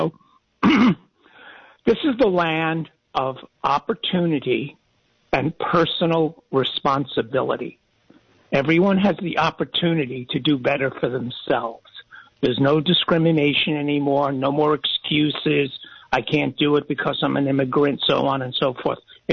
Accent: California, United States; I grew up in California.

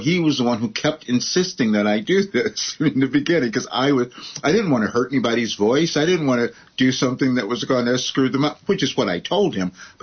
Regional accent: Chicago, Illinois, United States; I'm originally from Chicago, and I, you know, came up in a traditional kind of family

